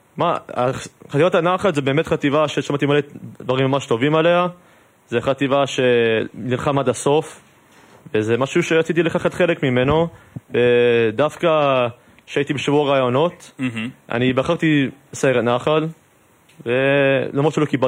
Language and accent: Hebrew; Toronto, Ontario, Canada; Hebrew is a second language; moved away as an adult; now in Israel; אין סיכוי שאני אשאר בקנדה, אז אחרי י"ב, סיימתי י"ב, עליתי לארץ